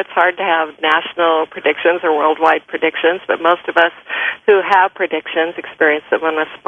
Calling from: California, United States; I'm calling from Northern California.

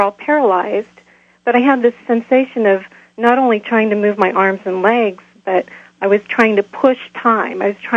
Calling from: Kansas City, United States; in Kansas City.

